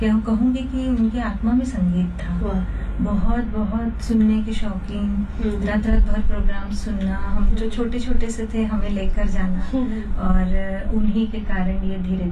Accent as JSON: {"language": "Hindi", "town": "Khandwa", "region": "Madhya Pradesh", "country": "India", "said": "मेरी भूमि खंडवा है जहाँ के … जी हैं, जगत विख्यात जिनका नाम है। तो मुझे अच्छा लगता है कि मैं ऐसी नगरी से हूँ जहाँ से इतने बड़े बड़े आर्टिस्ट निकले हैं।"}